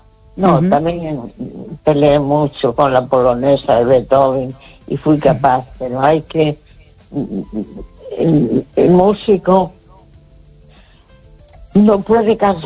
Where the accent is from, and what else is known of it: A Coruña, Galicia, Spain